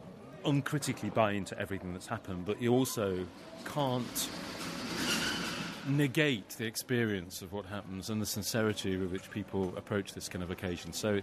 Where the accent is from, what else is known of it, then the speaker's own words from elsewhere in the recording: England, United Kingdom; I'm a Catholic from England. We don't really do things like this in the United Kingdom.